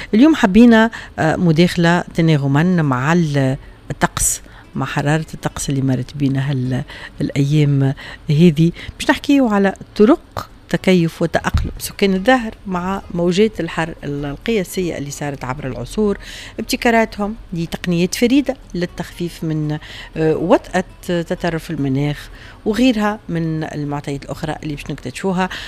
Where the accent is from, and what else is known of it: Tunisia